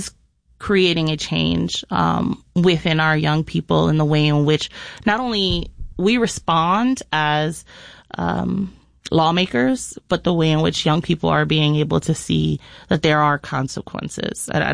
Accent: Rochester, New York, United States; I grew up on North Clinton and Clifford Avenue.

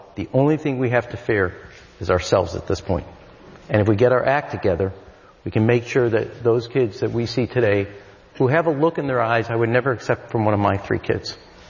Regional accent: United States; born there; I think being born an American is winning the lottery ticket of life.

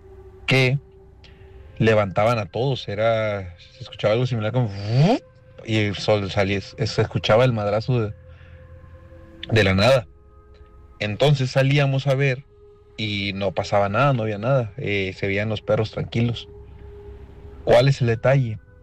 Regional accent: Minatitlán, Veracruz, Mexico; Yo soy originario de Veracruz, de la ciudad de Minatitlán, Veracruz

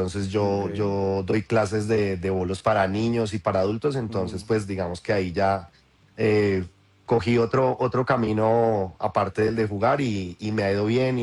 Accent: Bogotá, Colombia; yo que soy de Bogotá

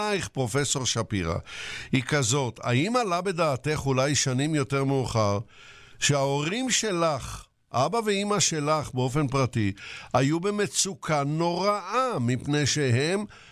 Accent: Netaim, Central District, Israel; אני בא ממושב קטן בשפלת החוף, מושב נטעים.

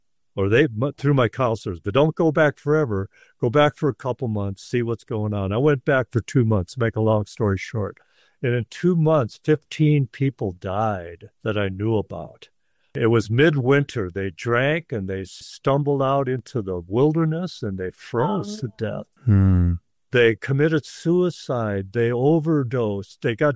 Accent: Texas, United States; It was cold. I'm from Texas. I got it made in Texas is the land of milk and money

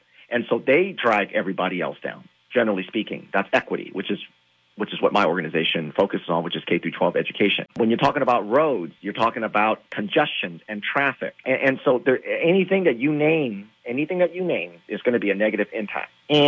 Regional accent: California, United States; I mean, I'm from California, so I've seen this over the course of, 20, 25 years ago.

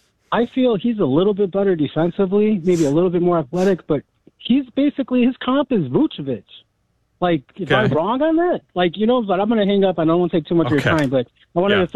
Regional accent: Chicago, Illinois, United States; I'm from Chicago, and I'm maybe a couple years older than you. When I grew up here, I played baseball at the parks, and then there was Pop Warner football.

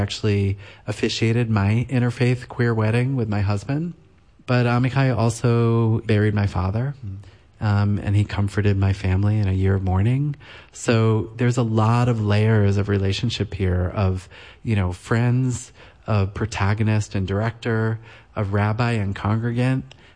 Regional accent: Brooklyn, New York, United States; I say that I'm from deep coastal Brooklyn. and my family made chocolate syrup.

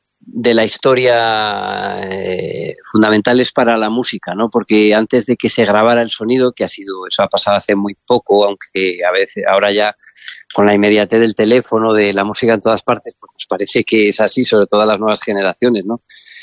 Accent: Galicia, Spain; Yo que soy de Galicia, pues siempre estamos, vamos, que vivo, sí, en Galicia.

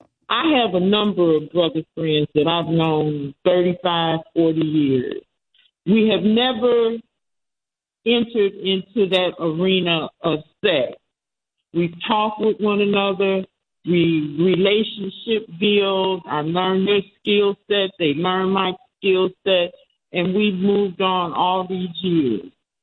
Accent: Detroit, Michigan, United States; also born or lived in Tennessee; now in North Carolina, United States; I'm from Detroit, I'm from Tennessee by way of Detroit. I've been in here

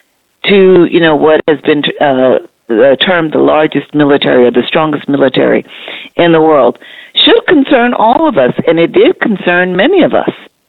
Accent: New York City, New York, United States; I grew up in Brooklyn. I went to Midwood High School.

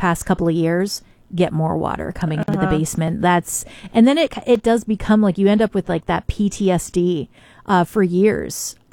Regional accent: Tecumseh, Ontario, Canada; the neighborhood that I grew up in Tecumseh.

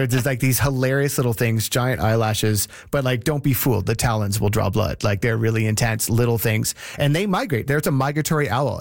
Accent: Ontario, Canada; growing up in Central Ontario and canoeing

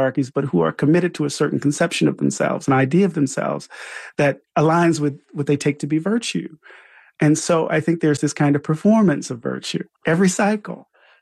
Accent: Pascagoula, Mississippi, United States; I found a lynching in my hometown. Dan Patrick in Creole Town, which is the place where my dad grew up, was lynched in June of 1899. He was lynched in Hangman's Tree, the Hangman's Tree Oak. 300 people showed up in Pascagoula, Mississippi to lynch him.

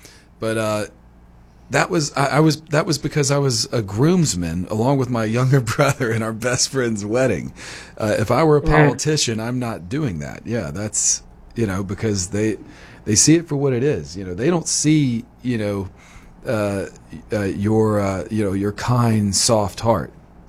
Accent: United States; even for me as an American, living here in Arkansas, we're like literally in the middle America.

